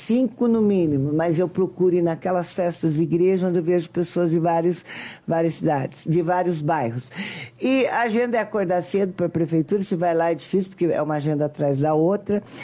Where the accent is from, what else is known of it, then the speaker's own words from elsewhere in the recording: São José dos Pinhais, Paraná, Brazil; born there; Eu nasci, moro em São José dos Pinhais